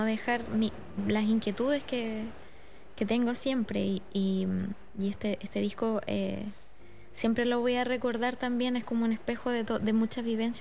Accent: Valdivia, Los Ríos, Chile; tuve la oportunidad de ir con … a Valdivia a grabar el videoclip, lo pasamos muy bien en mi ciudad natal y también quería como encontrar la excusa perfecta para nombrar mi ciudad natal y contar de dónde vengo.

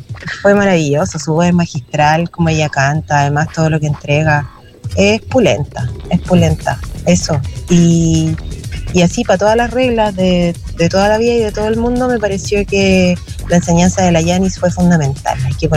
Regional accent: Valparaíso, Chile; Exactamente quién soy yo. … de Playa Ancha.

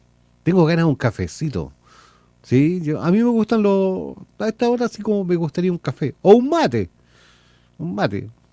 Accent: Chile; somos chilenos y los chilenos somos como nuestra tierra.

